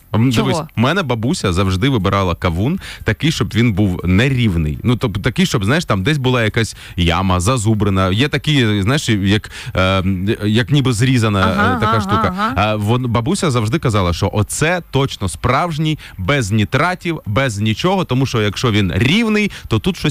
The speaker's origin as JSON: {"language": "Ukrainian", "region": "Kherson Oblast", "country": "Ukraine", "tie": "born there", "said": "я як уродженець Херсонщини"}